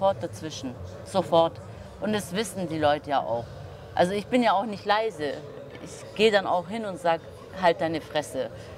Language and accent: German; Turkey; ich bin ja Türkin